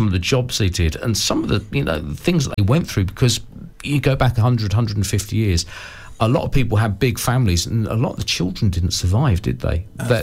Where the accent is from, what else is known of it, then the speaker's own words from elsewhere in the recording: Welwyn Garden City, East of England, United Kingdom; I grew up in Welwyn Garden City, which was a new town.